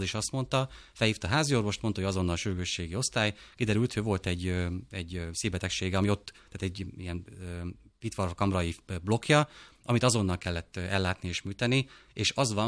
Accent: Szabolcs-Szatmár-Bereg, Hungary; én Szabolcsi vagyok

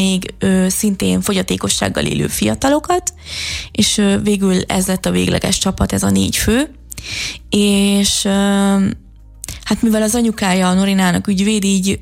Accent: Budapest, Hungary; Én budapesti vagyok

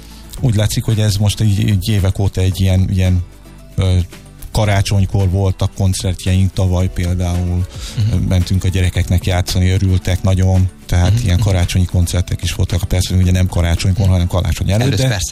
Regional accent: Hungary; Mert persze minden ember különbözik a másiktól, de azért csak itt élünk Magyarországon, magyarok vagyunk, mi is ugyanúgy.

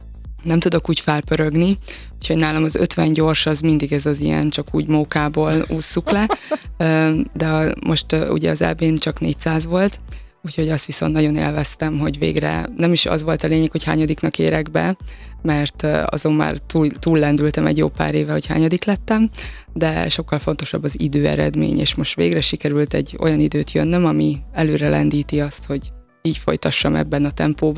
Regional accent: Herend, Veszprém County, Hungary; én minden érmemet Herenden, ahol felnőttem, ott mindig hazaviszem

